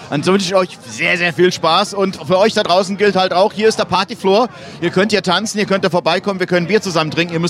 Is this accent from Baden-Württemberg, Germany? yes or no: no; Rodgau, Hesse, Germany; ich auch ein Rottgauer hier.